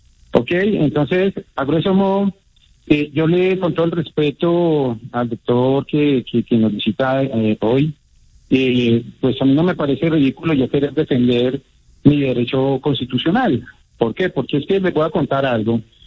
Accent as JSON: {"language": "Spanish", "country": "Colombia", "said": "O sea, yo como colombiano..."}